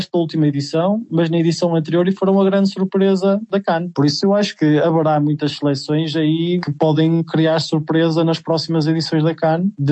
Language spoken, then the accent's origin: Portuguese; Portugal; Mas eu como português e que sigo um pouco, há uma certa ligação com Cabo Verde, com Angola e até mesmo Moçambique